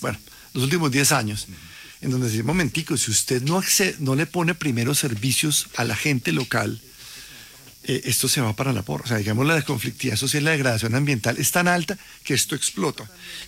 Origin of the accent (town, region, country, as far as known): Colombia